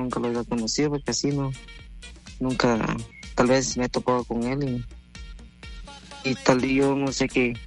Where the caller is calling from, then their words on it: Guatemala; De aquí, Guatemala.